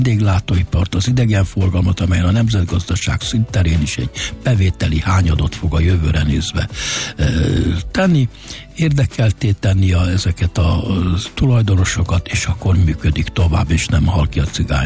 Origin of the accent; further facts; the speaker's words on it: Hungary; Hát mi magyarok vagyunk